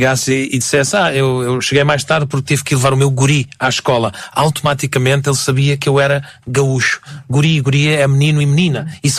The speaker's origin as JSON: {"language": "Portuguese", "country": "Portugal", "moved": "yes", "said": "há sempre aquela piada do Tuga e por causa do nosso sotaque, mas depois ele é bem integrado"}